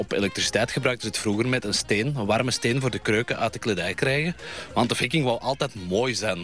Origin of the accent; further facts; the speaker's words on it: Belgium; Ja, dat klopt, ik ben uit België.